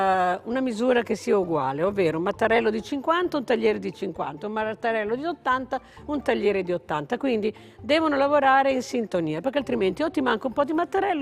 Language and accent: Italian; Finale Emilia, Emilia-Romagna, Italy; a Finale Emilia, quindi dove io sono nato, vissuto e ho lavorato.